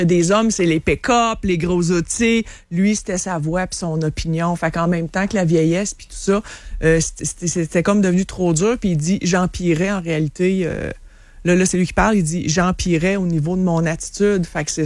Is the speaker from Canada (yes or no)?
yes; Sainte-Foy, Quebec, Canada; Non, c'est du région de Québec. J'ai grandi à Sainte-Foy.